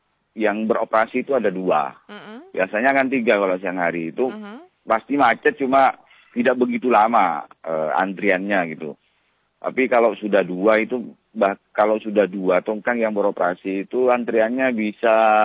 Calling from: East Java, Indonesia; Saya pribadi sebagai warga Talangu

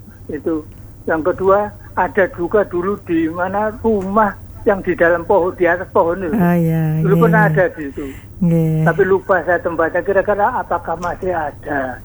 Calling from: East Java, Indonesia; Saya ini orang Trawas

